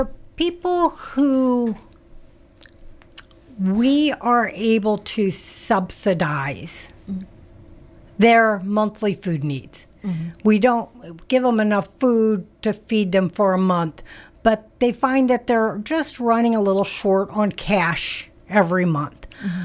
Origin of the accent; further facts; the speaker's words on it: Indiana, United States; moved away; I'm from Indiana